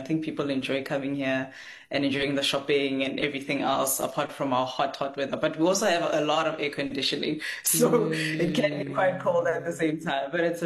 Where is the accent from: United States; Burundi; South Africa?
South Africa; Pietersburg, Limpopo; also born or lived in Pretoria; I was born in Limpopo, called Pietersburg. I'm a bit upset that they changed the name now